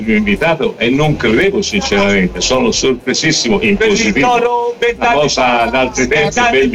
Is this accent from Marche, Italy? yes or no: no; Florence, Tuscany, Italy; ho sempre orgogliosamente parlato di Firenze. Come ti ricordavi, non ho mai detto italiano in giro per il mondo, sottolineavo Firenze